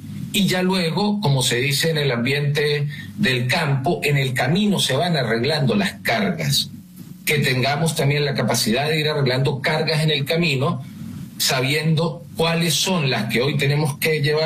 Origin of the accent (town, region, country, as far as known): Venezuela; moved away